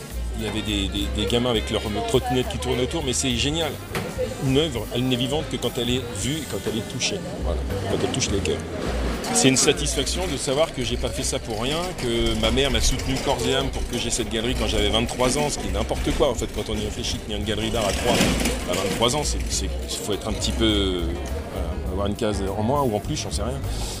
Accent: Troyes, Grand Est, France; born there; Moi ça me fait une émotion incroyable parce que je suis né à Troyes.

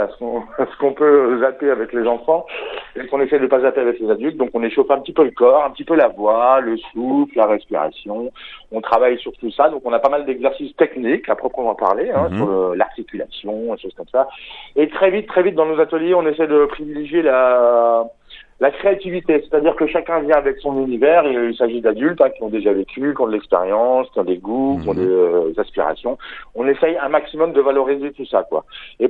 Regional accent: Longwy, Grand Est, France; moved away as an adult; Oui, je suis un Longwycien d'origine, donc j'ai grandi à Longwy. J'en suis parti quand j'avais à peu près 20 ans, et j'y reviens de plus en plus.

